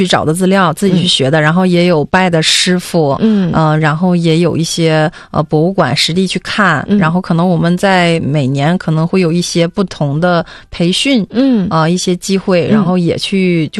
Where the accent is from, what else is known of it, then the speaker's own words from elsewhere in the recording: Northeast China, China; 我们东北这边，就是长白山那边